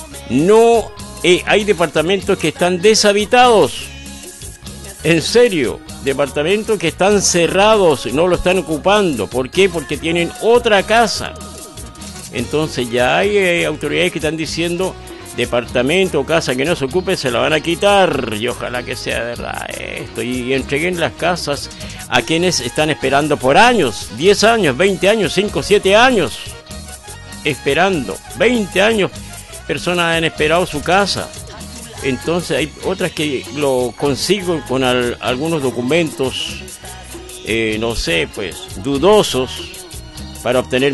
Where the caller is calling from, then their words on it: Chile; nosotros, siendo habitantes chilenos